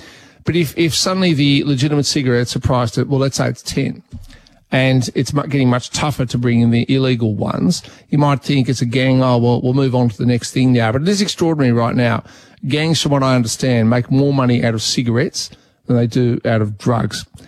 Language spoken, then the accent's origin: English; Melbourne, Victoria, Australia; when I grew up in Melbourne, it was just part of your DNA.